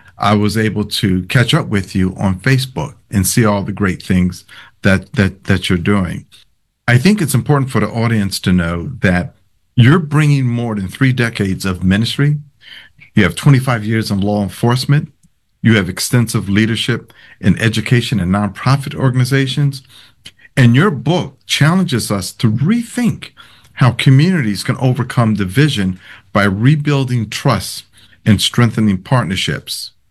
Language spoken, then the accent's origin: English; Atlantic City, New Jersey, United States; moved away as an adult; now in North Jersey, United States; because we grew up in Atlantic City, and I graduated, and I moved up to North Jersey